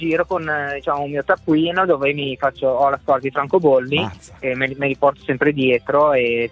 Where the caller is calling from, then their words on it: Genoa, Liguria, Italy; sono di Genova, ora ne venivo giù dal Piemonte